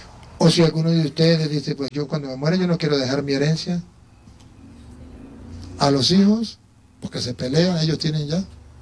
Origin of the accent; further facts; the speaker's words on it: Venezuela; pues yo vengo de Venezuela, y ustedes saben la situación que está pasando en Venezuela